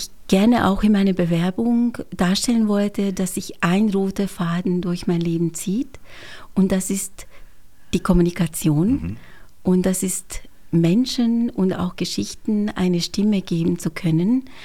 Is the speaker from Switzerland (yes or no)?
yes; Switzerland; also born or lived in Hungary; now in Austria; Ich bin gebürtige Ungarin und bin in der Schweiz aufgewachsen, vielleicht hört man das auch ganz leicht, und bin Doppelbürgerin.